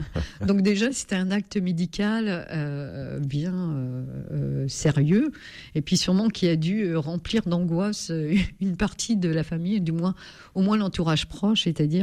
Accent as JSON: {"language": "French", "region": "Pays de la Loire", "country": "France", "tie": "born or raised there", "also_born_or_lived": "Cholet", "said": "Eh oui, donc moi je suis originaire de la Vendée, donc l'ouest de la France. Alors je suis née, pas en Vendée, je suis Choletaise, parce que je suis née à Cholet."}